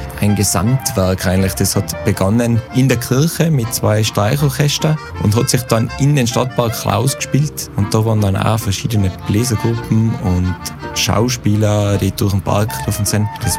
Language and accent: German; Tyrol, Austria; Als Tiroler, wo mehr eine Tradition leben, die ja 200 Jahre alt ist oder älter